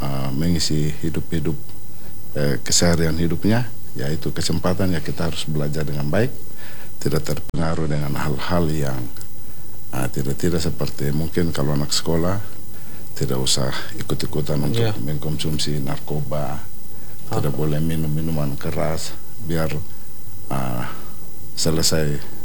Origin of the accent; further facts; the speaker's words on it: Papua, Indonesia; Jadi bisa kita sendiri yang generasi penerus Papua yang membangun Papua